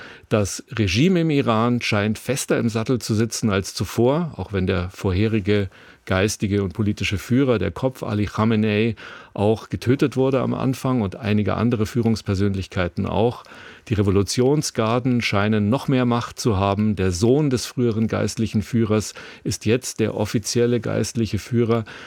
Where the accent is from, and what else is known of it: Germany